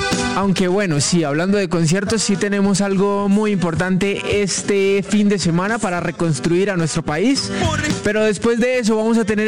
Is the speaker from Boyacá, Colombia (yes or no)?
yes; Aquitania, Boyacá, Colombia; Gracias a mi pueblo, Aquitania, Boyacá.